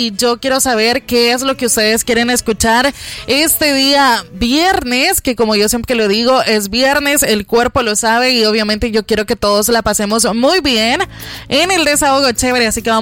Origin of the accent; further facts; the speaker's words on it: El Salvador; Tal vez lo importante es, como salvadoreños, apoyar siempre.